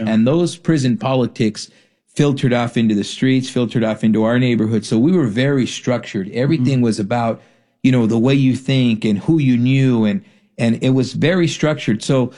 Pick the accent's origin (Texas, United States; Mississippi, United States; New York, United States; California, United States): California, United States; Ontario; I grew up in Ontario in the Inland Empire.